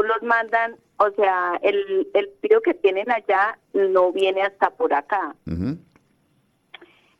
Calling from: Medellín, Antioquia, Colombia; Mi mamá vive en Mariquita, Tolima, pero yo vivo en Medellín.

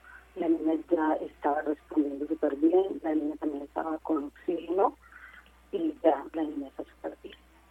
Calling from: Medellín, Antioquia, Colombia; Yo vivo en Medellín

